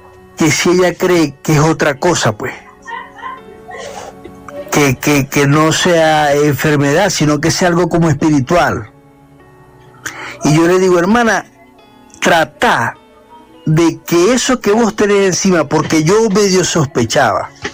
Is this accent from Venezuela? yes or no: yes; Venezuela; now in Soacha, Colombia; Hermano, mira, yo soy venezolano.